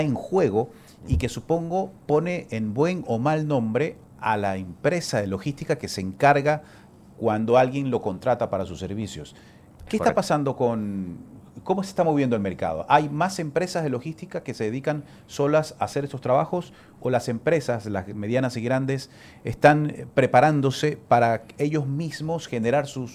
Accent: Ecuador; a mí como ecuatoriano

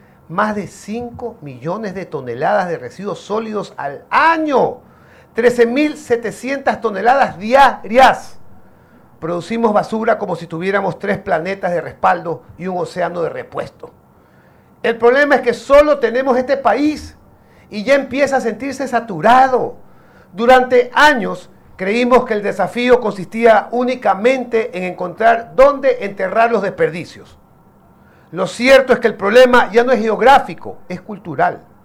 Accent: Guayaquil, Guayas, Ecuador; moved away as an adult; now in Samborondón, Ecuador; yo soy guayaquileño, estoy viviendo en Zamorondón hace mucho tiempo

